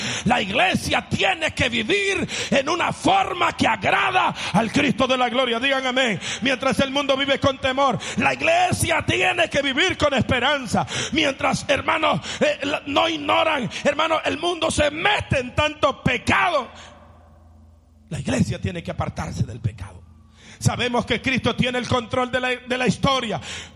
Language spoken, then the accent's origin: Spanish; El Salvador; moved away; Yo me recuerdo en los tiempos que yo me crecí. En mi país, El Salvador. El purgacito de América, en Centroamérica.